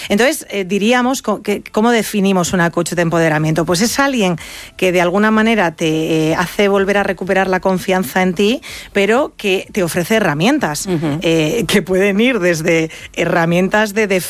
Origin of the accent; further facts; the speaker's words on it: León, Castile and León, Spain; born there; Toda mi familia es gallega, aunque yo nací en León.